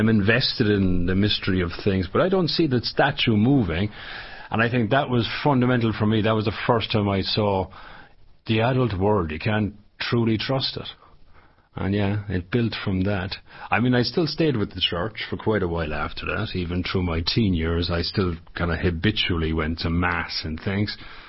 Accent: Ireland; Okay, I grew up in Ireland. I was born in the 70s. I grew up in the 80s.

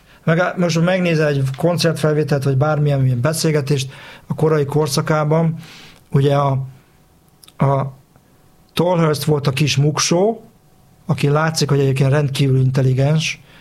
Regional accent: Hungary; egy olyan kisvárosba is, ahol én nőttem föl

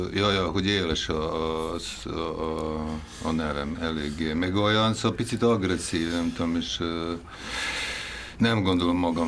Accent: Novi Kneževac, Vojvodina, Serbia; first language Serbian; Hungarian is a second language; moved away; also born or lived in Piliscsaba; Novik Nezsevácon születtem, ami a magyar neve az Török Kanizsa, ami 3 kilométerrel van a Kanizsától, Tiszán túl

